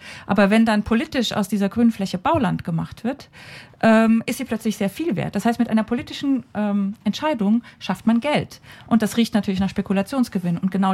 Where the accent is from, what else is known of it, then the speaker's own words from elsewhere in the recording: Berlin, Germany; wir werden als Berliner nochmal ein Gesetz machen.